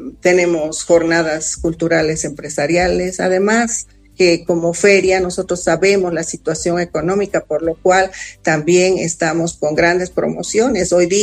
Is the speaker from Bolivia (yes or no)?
yes; La Paz, Bolivia; Sin embargo, como todo paceño, tenemos la esperanza